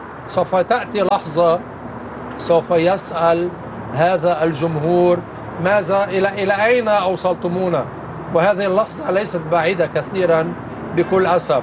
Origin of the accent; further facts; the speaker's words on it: Lebanon; وكل هذه السرديات التي لا تعنينا كلبنانيين.